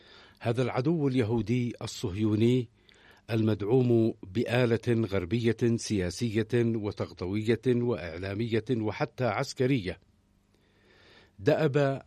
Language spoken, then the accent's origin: Arabic; Yemen; هذا هو إذن العيد كما نعيشه كيمنيين وكعرب وكمسلمين